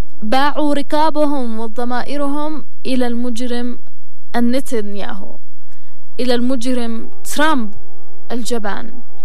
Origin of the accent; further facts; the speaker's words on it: Yemen; ونحن كشعب يمني متوكلون على الله